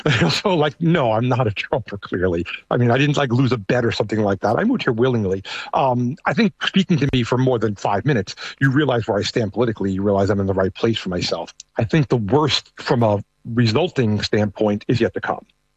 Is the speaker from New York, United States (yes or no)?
yes; New York, United States; oh, you're not from here. And I said, no, I'm from New York.